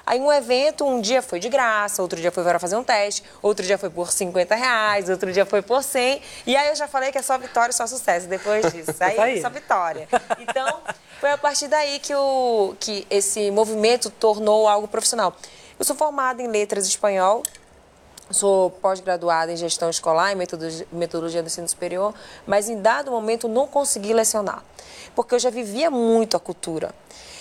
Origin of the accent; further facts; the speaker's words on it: Manaus, Amazonas, Brazil; born there; Eu nasci em Manaus